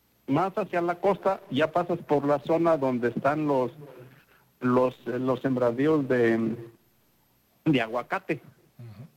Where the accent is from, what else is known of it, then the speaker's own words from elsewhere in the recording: Michoacán, Mexico; Y eso es el estado de Michoacán. ¡Órale! De donde yo soy originario.